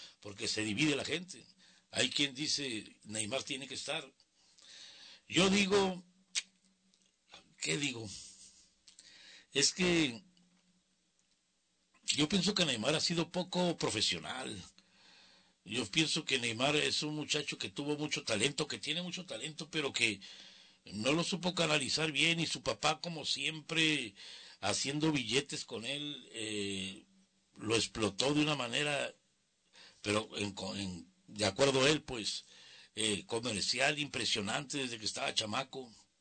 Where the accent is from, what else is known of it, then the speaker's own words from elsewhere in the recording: Mexico; Somos mexicanos aquí y en China, así naciéramos en Afganistán, somos mexicanos.